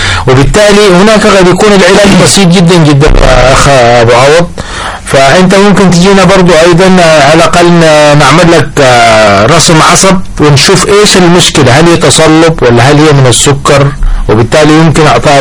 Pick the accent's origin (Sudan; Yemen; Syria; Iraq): Sudan; احنا كسودانيين